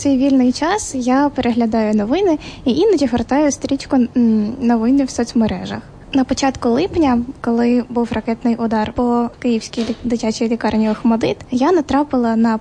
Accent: Vinnytsia Oblast, Ukraine; Я з Вінницької області, проте зараз переживаю у Вінниці.

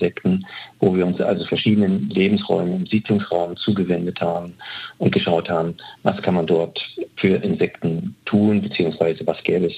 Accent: East Germany, Germany; Aber ich bin ein Kind des Ostens und da war man nicht ganz so frei in der Berufswahl.

